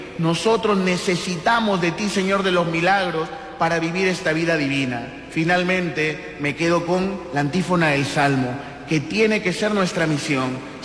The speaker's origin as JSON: {"language": "Spanish", "country": "Peru", "said": "nosotros como peruanos"}